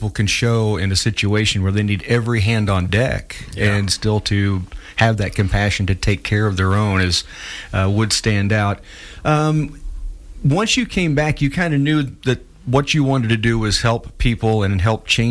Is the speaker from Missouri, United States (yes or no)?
yes; Missouri, United States; moved away; I grew up in Missouri.